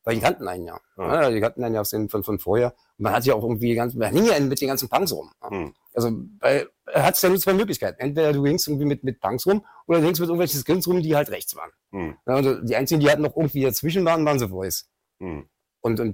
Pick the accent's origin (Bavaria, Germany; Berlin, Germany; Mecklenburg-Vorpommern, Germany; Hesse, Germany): Berlin, Germany; born or raised there